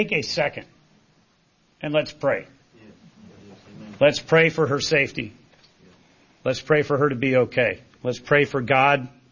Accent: Blowing Rock, North Carolina, United States; here in North Carolina. I'm going to fight for your values. I grew up in Blowing Rock, up on the Blue Ridge Parkway. Tiny little town, 534 people.

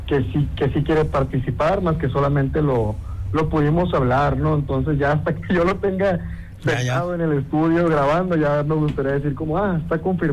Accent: Sonora, Mexico; moved away; lo que se hace allá en mi estado, en Sonora.

